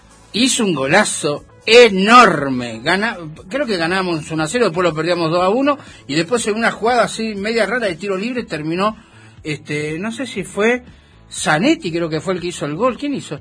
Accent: Argentina; No, acá no, somos argentinos.

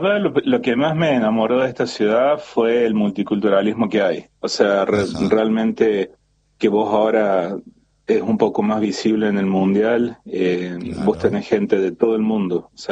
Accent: Argentina; moved away as an adult; now in Toronto, Canada; Somos muchos argentinos, muchísimos, más acá también en Toronto, en lo que es Ontario.

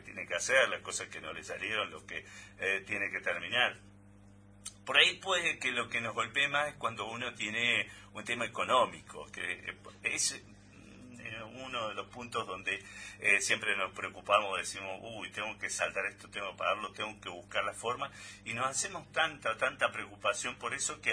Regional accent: Argentina; todos los argentinos estamos deseando lo mismo

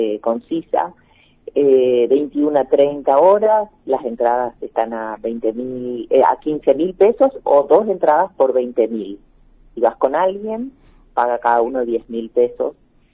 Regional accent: Argentina

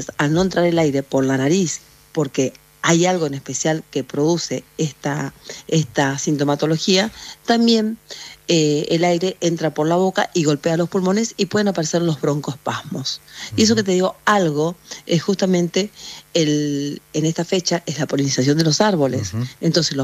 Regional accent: Bellavista, Corrientes, Argentina; now in Buenos Aires, Argentina; Yo estoy, en realidad es ciudad, yo le digo pueblo, pero es ciudad. Yo estoy en Bellavista, Corrientes, ocasionalmente, pero Trabajo en Buenos Aires

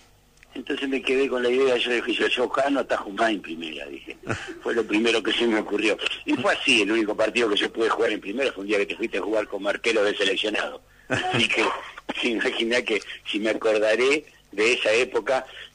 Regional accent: Concepción del Uruguay, Entre Ríos, Argentina; nos represente como Concepción de Uruguay.

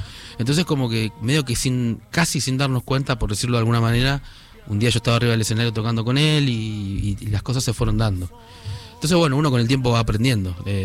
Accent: Buenos Aires, Argentina; yo soy nacido y criado acá en Buenos Aires. En Buenos Aires y en Capital Federal, que también es una diferencia, ¿viste? Siempre viví, bueno, desde muy chiquito, yo me crié acá cerquita del obelisco, los primeros años.

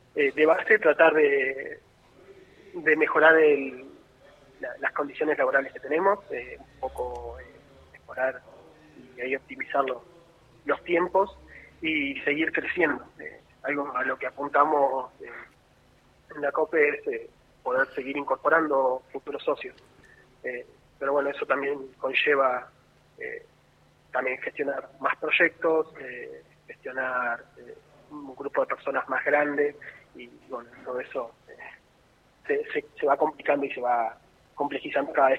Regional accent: Buenos Aires Province, Argentina; somos de acá, de Buenos Aires, de la región, pero sí, somos desparramaditos acá cerquita, por lo menos.

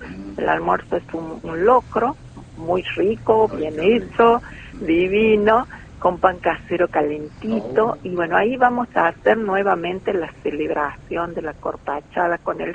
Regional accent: Aminga, La Rioja, Argentina; moved away; que volví, que obviamente es mi pueblo natal, es Aminga

